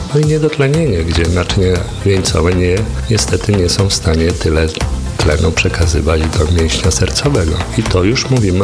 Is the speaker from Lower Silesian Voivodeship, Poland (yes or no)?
no; Warsaw, Masovian Voivodeship, Poland; born there